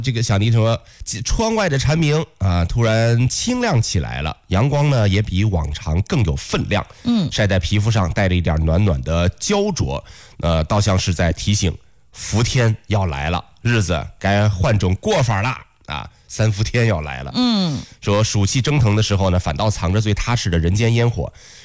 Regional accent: Henan, China

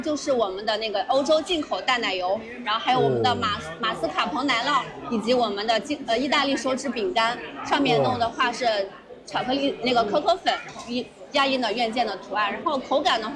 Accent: Henan, China; 胡辣汤就是代表我们河南人的烟火气

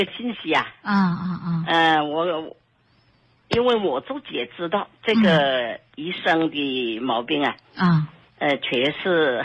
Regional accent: Xiangtan, Hunan, China; born or raised there

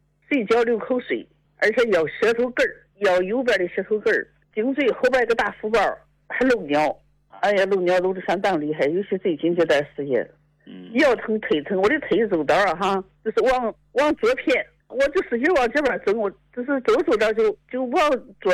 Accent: Yantai, Shandong, China; 我是山东烟台的。

